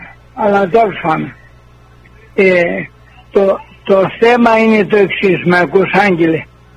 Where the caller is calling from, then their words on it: North Carolina, United States; Εδώ Βόρειο Καρολίνα